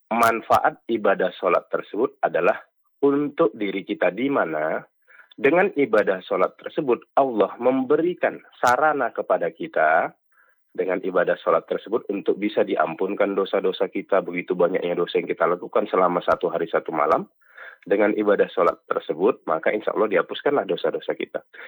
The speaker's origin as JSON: {"language": "Indonesian", "country": "Indonesia", "said": "Sedangkan kita kan orang Indonesia nih."}